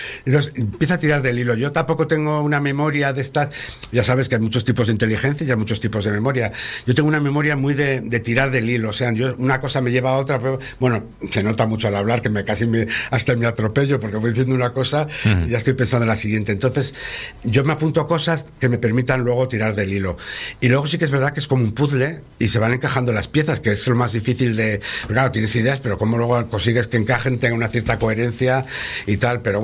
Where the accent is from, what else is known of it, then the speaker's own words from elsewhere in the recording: León, Castile and León, Spain; born there; yo nací en León porque casualmente, en aquella época, mi madre sacó unas cátedras y eligió León, y mi padre siguió a mi madre.